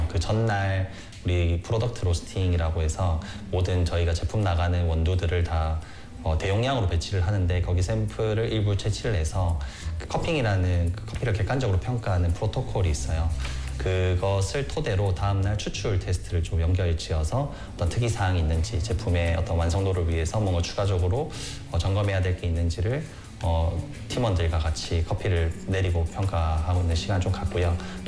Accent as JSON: {"language": "Korean", "region": "Busan", "country": "South Korea", "tie": "born or raised there", "also_born_or_lived": "Seoul / Melbourne", "said": "원래 저는 고향이 부산인데 한 10년 정도 서울이랑 이제 호주 멜버른에 있다가 돌아오게 된 게 2021년 11월부터 돌아왔습니다."}